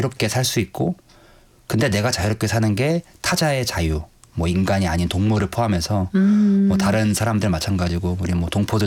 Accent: Gangwon, South Korea; 저는 강원도 촌놈인데 강원도에서 이렇게 멀리 와서

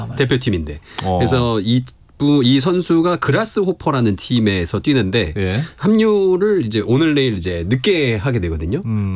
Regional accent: North Korea; 북한의 뭐 프로라고 볼 수 있을까는 모르겠지만 어쨌거나 내 고향 축구단이 있는데 거기서 우승을 했어요.

